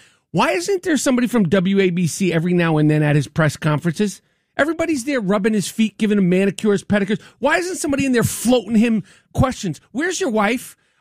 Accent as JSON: {"language": "English", "region": "New York", "country": "United States", "tie": "born or raised there", "also_born_or_lived": "Los Angeles", "moved": "as an adult", "said": "I'm from Manhattan. I grew up not too far from Gracie Mansion. I grew up playing basketball, riding my bike in Carl Schultz Park, John Jay Park."}